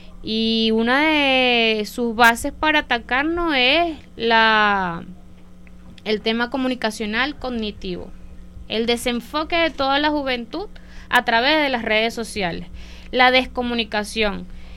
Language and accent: Spanish; Venezuela; una joven venezolana, bolivariana